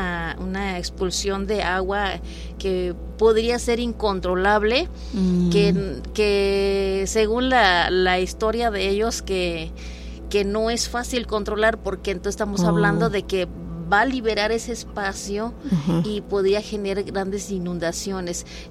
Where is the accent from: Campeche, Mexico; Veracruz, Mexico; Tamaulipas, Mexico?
Veracruz, Mexico; Palmital; Yo soy de Palmital, pertenece sí. a Tantuyuca.